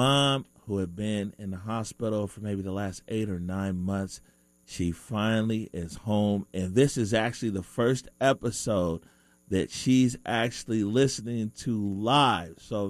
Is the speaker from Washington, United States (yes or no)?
yes; Seattle, Washington, United States; Growing up in the Central District